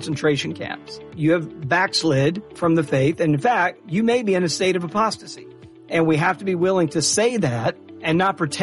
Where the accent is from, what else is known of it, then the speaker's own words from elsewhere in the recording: Deep South, United States; I grew up in the Deep South in a Southern Baptist church. So inside that, you know, white evangelical Southern world.